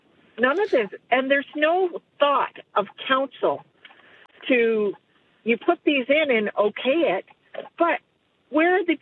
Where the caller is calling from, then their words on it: Calgary, Alberta, Canada; I've lived in Calgary in the same house for 40 years. I'm in a neighborhood that was built in 1960.